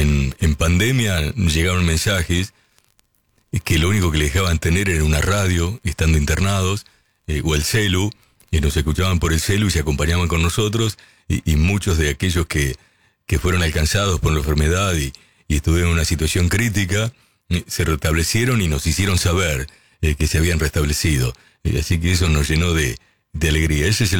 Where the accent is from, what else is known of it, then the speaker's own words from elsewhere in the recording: Villa Paraná, Argentina; de la Villa Paraná.